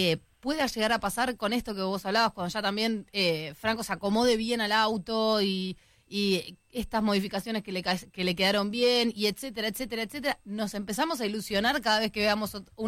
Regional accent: Argentina; porque somos argentinos, somos exitistas

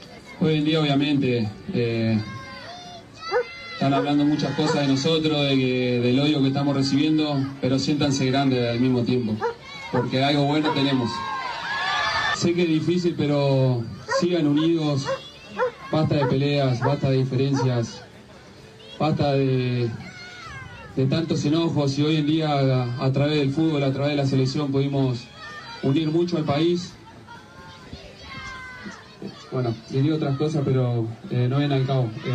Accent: Argentina

